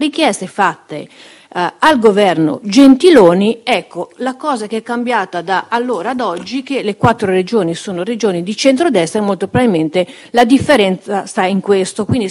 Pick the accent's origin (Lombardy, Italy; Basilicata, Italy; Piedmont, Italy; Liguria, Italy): Liguria, Italy; io da Ligure